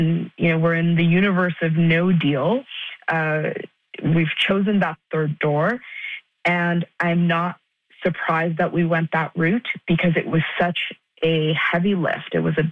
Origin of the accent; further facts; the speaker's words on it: Canada; And I don't think that's just because I'm Canadian.